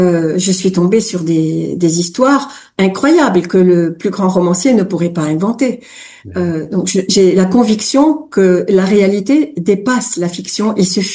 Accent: Lebanon; first language French and Arabic; c'était carrément notre première langue, en même temps que l'arabe. Hein, on dit que les Libanais parlent le franc-banais, un mélange de français et de libanais.

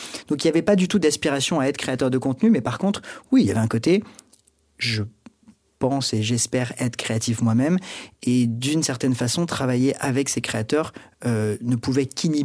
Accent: Paris, Île-de-France, France; En fait, donc moi, je suis né et j'ai grandi à Paris, d'un père québécois, et donc toute ma famille est au Québec. Donc j'ai vraiment grandi entre ces deux cultures.

